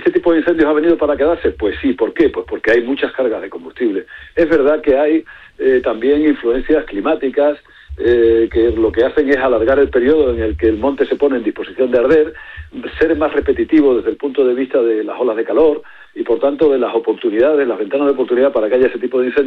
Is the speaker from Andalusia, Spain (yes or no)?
no; Extremadura, Spain; en León, en Zamora, en Ourense y en Cáceres, en mi tierra